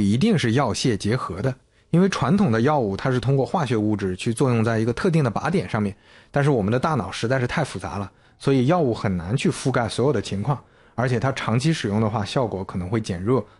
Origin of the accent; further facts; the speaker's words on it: China; 而且随着我们中国人口老龄化，